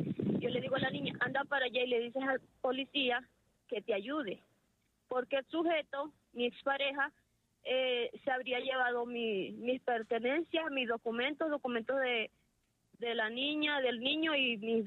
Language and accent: Spanish; Zulia, Venezuela; moved away as an adult; now in Colombia; Somos venezolanas.